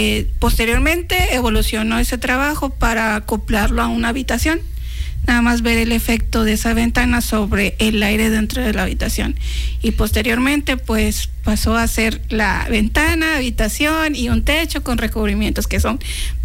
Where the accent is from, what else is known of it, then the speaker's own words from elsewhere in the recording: Chiapas, Mexico; moved away as an adult; also born or lived in Cuernavaca, Morelos; now in Hermosillo, Mexico; Soy de Chiapas